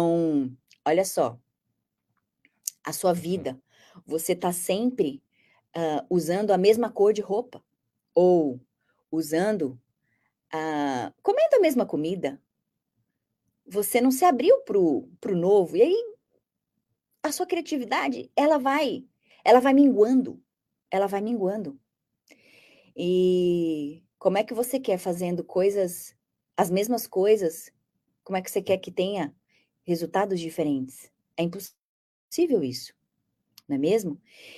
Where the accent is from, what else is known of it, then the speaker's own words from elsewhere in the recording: Brazil; moved away; Eu sou brasileira, tenho uma outra cultura